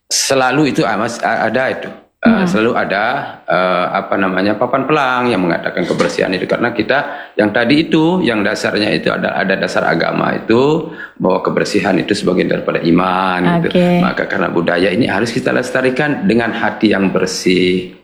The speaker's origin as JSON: {"language": "Indonesian", "area": "Lombok", "region": "West Nusa Tenggara", "country": "Indonesia", "said": "masyarakat kami di Desa Lingsar"}